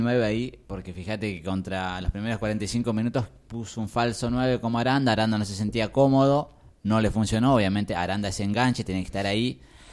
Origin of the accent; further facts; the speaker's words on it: Argentina; los argentinos no somos tan lindos allí.